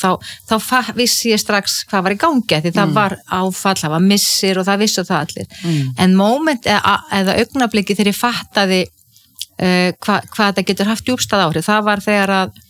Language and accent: Icelandic; Ísafjörður, Westfjords, Iceland; ég alveg upp á Ísafirði þar sem voru 10 sjóslys og menn drukknuðu